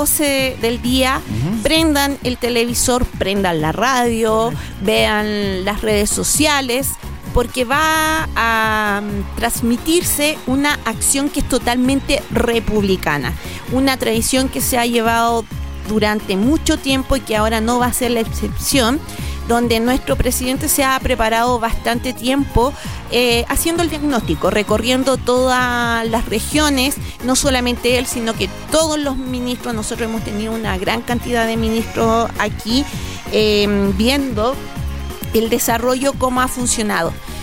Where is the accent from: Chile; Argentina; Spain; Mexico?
Chile; now in Antofagasta, Chile